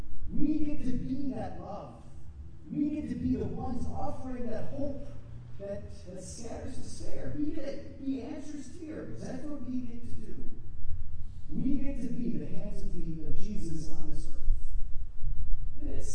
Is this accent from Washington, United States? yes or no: no; Madison, Wisconsin, United States; I want to start by telling you that I grew up near Madison, Wisconsin. A little farmhouse, we had a farm ourselves. It was this old farmhouse.